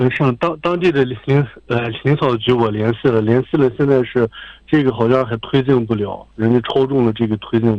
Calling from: Inner Mongolia, China; 鄂前旗上海庙。

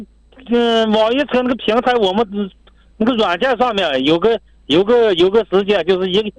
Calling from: Hohhot, Inner Mongolia, China; 我是呼市朋友啊，我是呼市的

